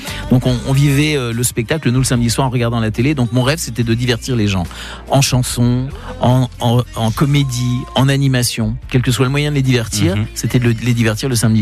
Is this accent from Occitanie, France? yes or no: no; Nancy, Grand Est, France; Moi qui venais de province, je suis de Nancy.